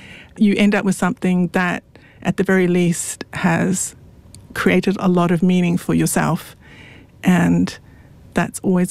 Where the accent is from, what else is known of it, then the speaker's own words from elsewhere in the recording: Tonga; born there; moved away; I was born in Tonga